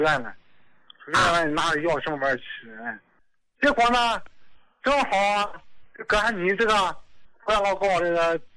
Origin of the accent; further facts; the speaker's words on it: Dalian, Liaoning, China; 我是大连的。